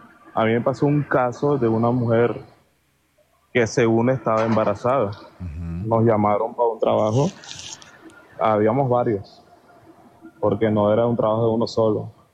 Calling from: Tubará, Atlántico, Colombia; Yo aquí hablando de Tubará Atlántico

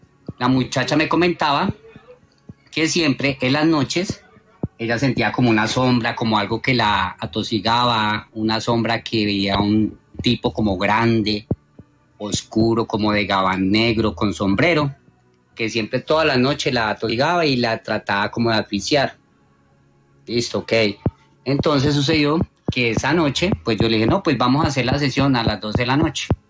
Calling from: Medellín, Antioquia, Colombia; Desde Medellín.

